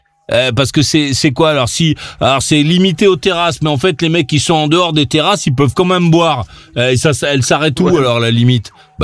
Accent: France; chez nous en France

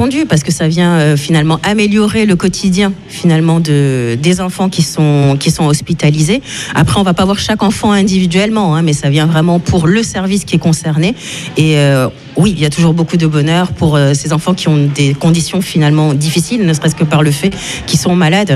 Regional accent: Dijon, Bourgogne-Franche-Comté, France; moved away as an adult; now in Montpellier, France; puisque je viens de Dijon. Je suis à Montpellier depuis 2 mois

